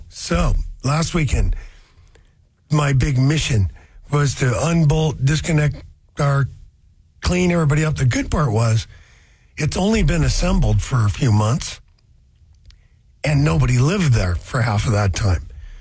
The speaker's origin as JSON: {"language": "English", "town": "Seattle", "region": "Washington", "country": "United States", "said": "I bet I have mutual friends because I came from Ballard because, yeah, sure, you bet you we had fishing there."}